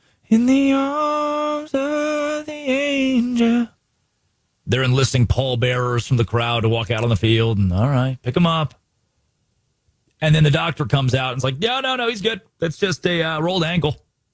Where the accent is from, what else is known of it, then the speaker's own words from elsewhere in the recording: Valonia, Arkansas, United States; Where I grew up in Valonia, Arkansas. That was benign within itself.